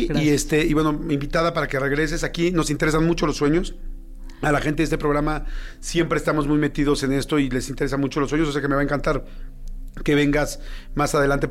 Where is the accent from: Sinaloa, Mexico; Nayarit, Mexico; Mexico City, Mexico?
Mexico City, Mexico; Porque Adal es de Monterrey, yo soy de la Ciudad de México, y en Puebla nos dieron chance.